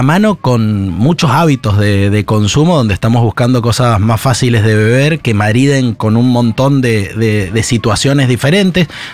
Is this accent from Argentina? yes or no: yes; Argentina